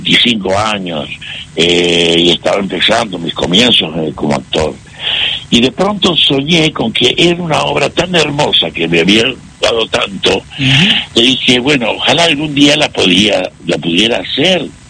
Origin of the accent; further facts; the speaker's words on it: La Caldera, Salta, Argentina; also born or lived in Huachipa; now in Buenos Aires, Argentina; Y yo nací en Huachipa y después nos fuimos a vivir a otro pueblo que era La Caldera. Y de ahí ya me fui a Capital